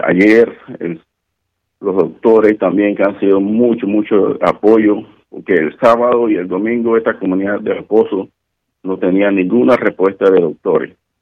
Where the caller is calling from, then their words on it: Los Pozos, Herrera, Panama; yo estoy llamando desde Los Pozos de Herrera.